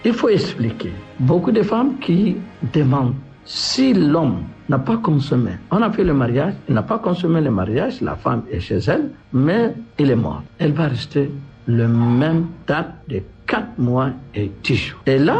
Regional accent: Chad; Chez nous, au Tchad, la femme, avant, elle prend le tissu blanc.

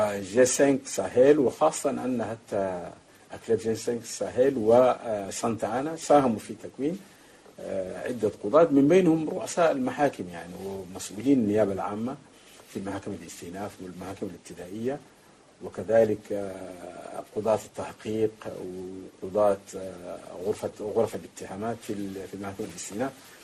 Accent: Chad; في بلادنا تشاد

